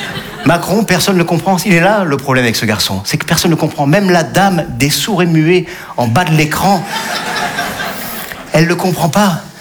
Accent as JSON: {"language": "French", "town": "Nice", "region": "Provence-Alpes-Côte d'Azur", "country": "France", "said": "Eh ouais, je suis niçois, les amis. Ouais. Humour. Eh ouais, humoriste niçois."}